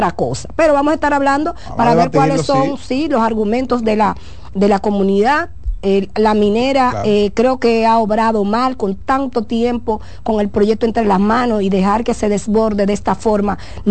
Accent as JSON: {"language": "Spanish", "region": "San Juan", "country": "Dominican Republic", "said": "yo soy de San Juan"}